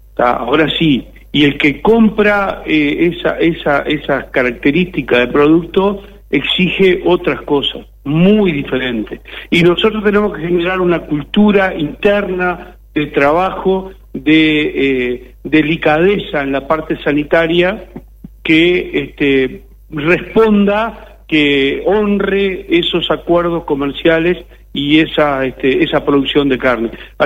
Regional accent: Río Negro, Uruguay; somos medio jotarraño, de Río Negro

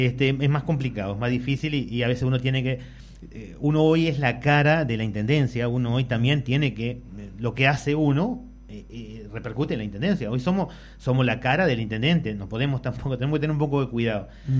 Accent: Salto, Uruguay; venimos de Salto.

